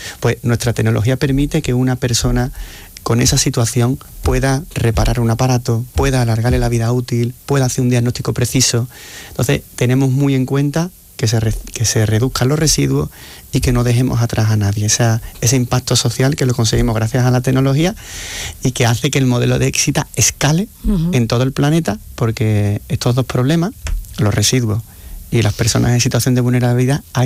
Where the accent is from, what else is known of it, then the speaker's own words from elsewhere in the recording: Seville, Andalusia, Spain; sabemos que somos sevillanos, que somos andaluces y que hacemos las cosas de una manera diferente